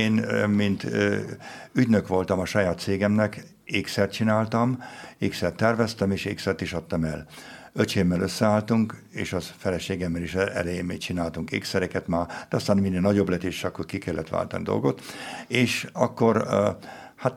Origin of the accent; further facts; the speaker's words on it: Hungary; now in Germany; Én magyar vagyok.